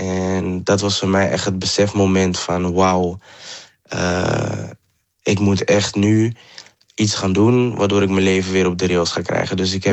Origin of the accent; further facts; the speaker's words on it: Amsterdam, North Holland, Netherlands; Maar omdat ik oorspronkelijk van Amsterdam ben, werd ik overgeplaatst naar een crisisopvang in Amsterdam.